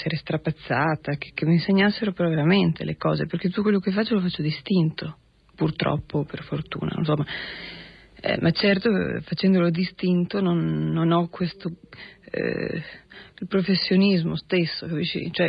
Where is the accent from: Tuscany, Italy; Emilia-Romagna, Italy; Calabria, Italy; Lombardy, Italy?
Emilia-Romagna, Italy; Parma; io sono di Parma